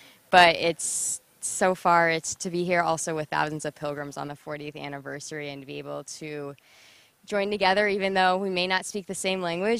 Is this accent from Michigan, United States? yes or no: no; Columbus, Ohio, United States; I am from Columbus, Ohio, and this is my first time coming to Magigori.